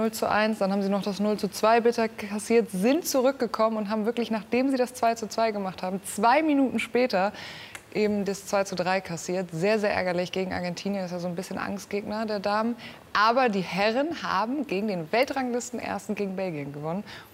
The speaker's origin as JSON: {"language": "German", "region": "Hamburg", "country": "Germany", "said": "Ich komme aus Hamburg, ist ja Hockey-Hochburg."}